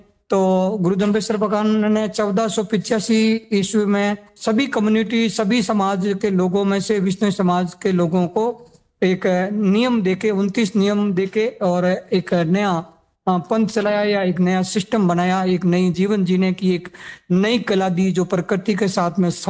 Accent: Rajasthan, India; मैं ओशिया तहसील के गांव एकलगोरी का रहने वाला हूं

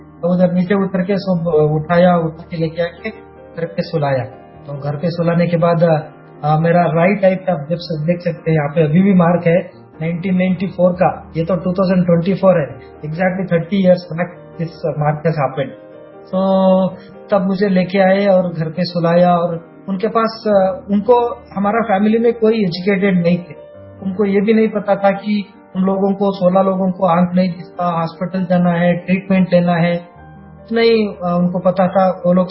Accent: Shivamogga, Karnataka, India; तो बैंगलोर से और मेरा गाँव शिवमोगा आने के बाद

